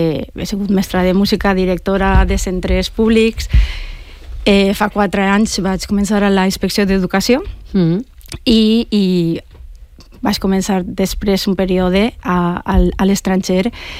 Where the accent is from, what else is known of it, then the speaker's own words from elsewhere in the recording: Turís, Valencian Community, Spain; A la Societat Musical Turisense de Turís, jo soc de Turís